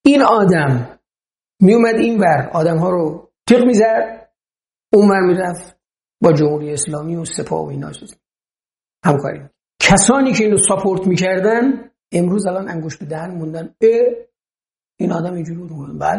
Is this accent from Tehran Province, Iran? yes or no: no; Gilan, Iran; خب بچه گیلانم به موجب ننگ و خفت با من اصلا نگاش کردم